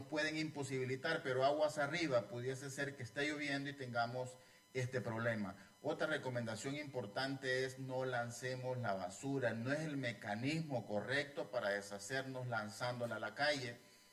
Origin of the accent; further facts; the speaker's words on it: El Salvador; es una responsabilidad como salvadoreños